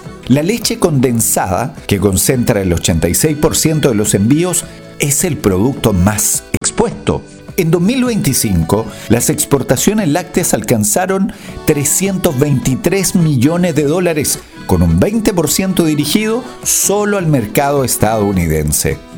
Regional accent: Chile

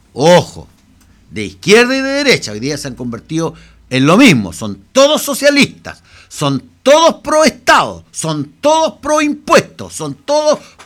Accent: Chaulinec Island, Los Lagos, Chile; born there; Yo, el año 61, cuando yo nací en la isla de Chaulinec, era pobre.

